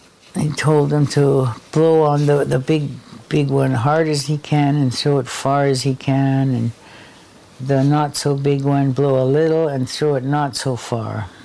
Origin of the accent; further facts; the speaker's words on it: Haida Gwaii, British Columbia, Canada; first language Haida; English is a second language; I've lived here my whole life. When I was a kid, my dad and them had a house here.